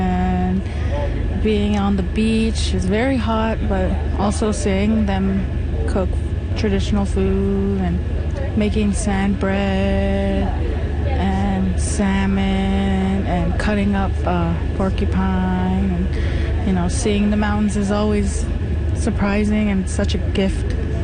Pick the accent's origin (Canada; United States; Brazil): Canada; Newfoundland and Labrador; I'm 26 years old, and I'm from Shashishi, Newfoundland, Labrador.